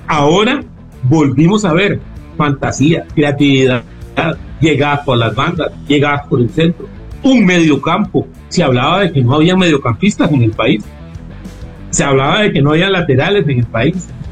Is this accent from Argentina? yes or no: no; Costa Rica; Yo lo pude hacer siendo costarricense